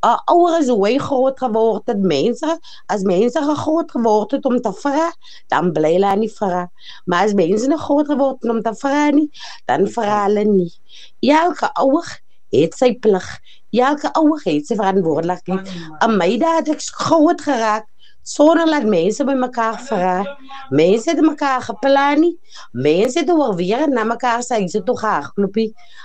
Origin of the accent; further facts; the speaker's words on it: Dysselsdorp, Western Cape, South Africa; born there; Ek is hier van Dieselsdorp … gebore, getroud